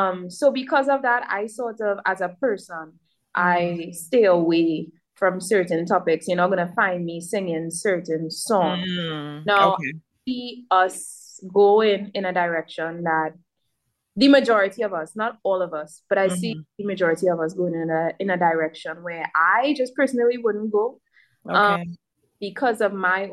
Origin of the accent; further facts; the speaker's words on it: Trinidad & Tobago; growing up in the Caribbean and growing up in Trinidad and Tobago